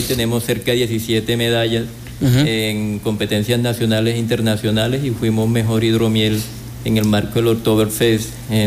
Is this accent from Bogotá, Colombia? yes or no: no; Montería, Córdoba, Colombia; moved away as an adult; now in Meta, Colombia; Yo soy de Montería, Córdoba.